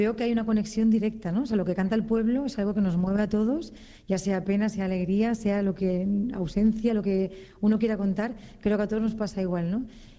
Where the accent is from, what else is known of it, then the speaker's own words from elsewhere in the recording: Spain; Me encanta el folclore de mi tierra, España